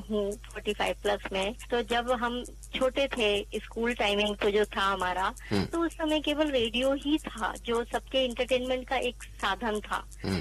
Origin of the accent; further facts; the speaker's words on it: Vidisha, Madhya Pradesh, India; moved away as an adult; now in Jabalpur, India; अभी जबलपुर में हूँ। मेरा होम टाउन वैसे विदिशा है।